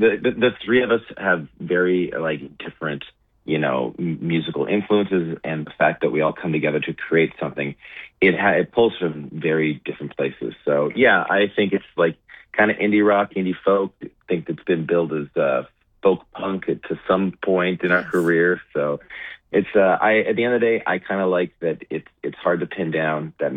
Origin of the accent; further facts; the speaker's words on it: Alberta, Canada; moved away as an adult; also born or lived in Edmonton / Fort McMurray; now in Toronto, Canada; So I was born and raised in Alberta. Born in Edmonton, spent some time up in Fort McMurray for high school.